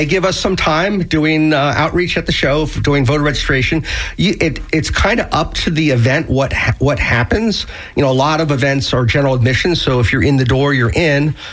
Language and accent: English; Miami, Florida, United States; moved away as an adult; So I grew up in Miami. Like a typical 18-year-old moved out of Miami when I was 18 and went to college.